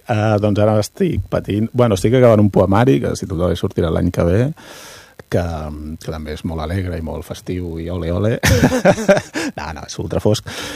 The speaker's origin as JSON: {"language": "Catalan", "town": "Taradell", "region": "Catalonia", "country": "Spain", "said": "Sí, és d'on jo soc de Taradell, eh?"}